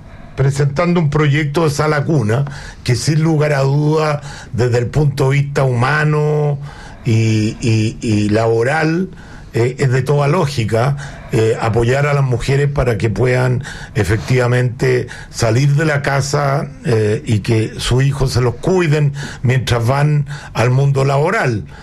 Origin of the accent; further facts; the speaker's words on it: Chile; soy de Chile.